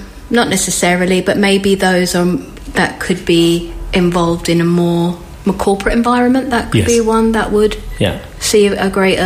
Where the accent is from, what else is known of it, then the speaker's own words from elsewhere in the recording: Dungarvan, Munster, Ireland; also born or lived in Waterford; I was born in Waterford, but we lived in Dungarvan in a tiny road called Cal Brew. And we my parents would have gone a little bit backwards and forwards prior to that.